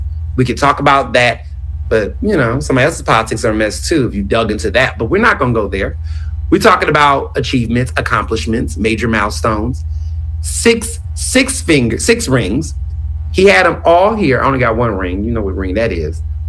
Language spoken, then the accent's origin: English; Houston, Texas, United States; also born or lived in Chicago; I was born in Chicago. I grew up in Houston, but I was born in Chicago. And I was a 90s baby.